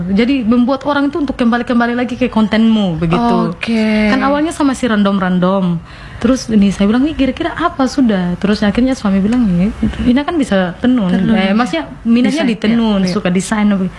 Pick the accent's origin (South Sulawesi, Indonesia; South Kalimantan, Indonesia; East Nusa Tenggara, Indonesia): East Nusa Tenggara, Indonesia; sebenarnya kita ini orang Sumba nih pintar, cerdas itu kita semua punya begitu.